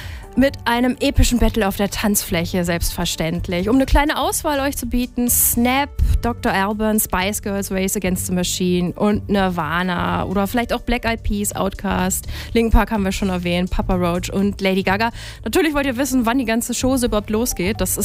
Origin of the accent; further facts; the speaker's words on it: Hildesheim, Lower Saxony, Germany; now in Lüneburg, Germany; ich komme ursprünglich aus Hildesheim geboren und aufgewachsen und da ist Hameln ja quasi ein Katzensprung.